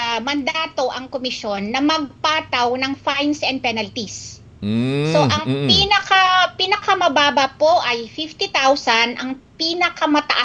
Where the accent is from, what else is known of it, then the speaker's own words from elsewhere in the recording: Ilocos Region, Philippines; Taga Ilocos Sur po ako. Ilocano po ako.